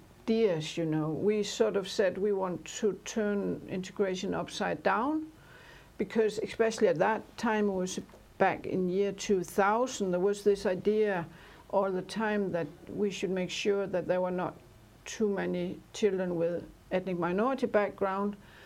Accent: Central Denmark Region, Denmark; English is a second language; I'm a really from Jutland, yeah. Not from Copenhagen.

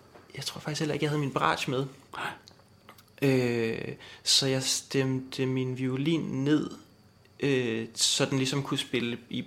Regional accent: Helsingør, Capital Region of Denmark, Denmark; moved away; Helsingør, hvor jeg kommer fra.

